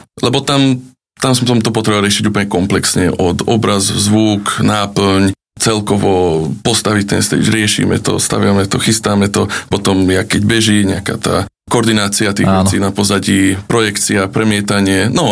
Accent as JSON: {"language": "Slovak", "town": "Komárno", "region": "Nitra Region", "country": "Slovakia", "tie": "born or raised there", "said": "pochádzam z Komárna. Tam aj žijem teraz, tam som aj vyrastal, tam som sa aj narodil, i keď sme trošku behali s rodičmi hore dole po svete, ale ako pochádzam z také zaujímavé kombinácie, mamina je Slovenka, otec je z Maďarska"}